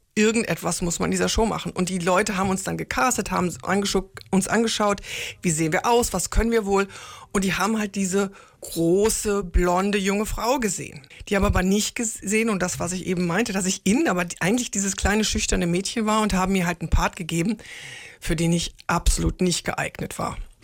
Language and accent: German; Germany; ich bin Deutsche